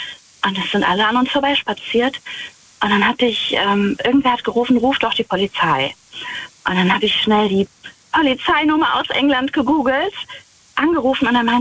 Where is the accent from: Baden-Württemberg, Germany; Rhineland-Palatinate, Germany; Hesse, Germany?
Rhineland-Palatinate, Germany; Ich fahre gleich an der Abtei Himmelroth vorbei. Ich bin aus der Nähe von Wittlich.